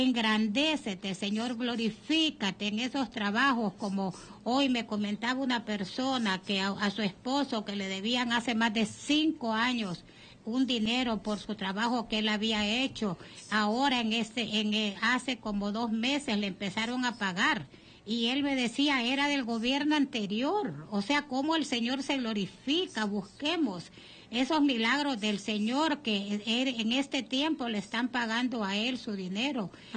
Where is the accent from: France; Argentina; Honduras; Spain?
Honduras